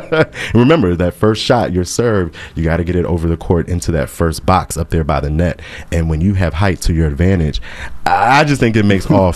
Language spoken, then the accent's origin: English; Maryland, United States; Maryland, my home state.